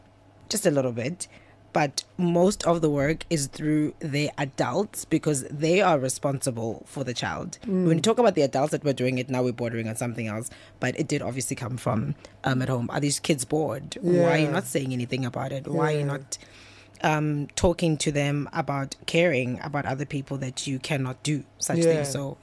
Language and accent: English; South Africa; born there; also born or lived in Harrismith, Free State / Durban, KwaZulu-Natal; So I grew up a little bit there and a little bit also in Durban.